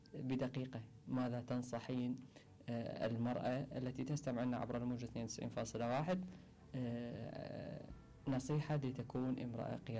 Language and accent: Arabic; Iraq; يعني احنا يعني عندنا في العراق